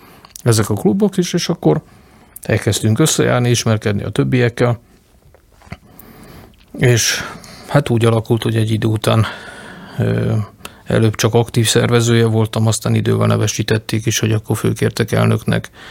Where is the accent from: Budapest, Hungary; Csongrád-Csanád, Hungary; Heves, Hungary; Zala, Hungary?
Budapest, Hungary; born there; Én ugye Pesten születtem